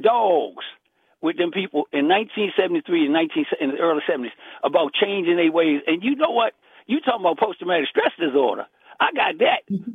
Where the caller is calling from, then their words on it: Baltimore, Maryland, United States; I'm from Baltimore.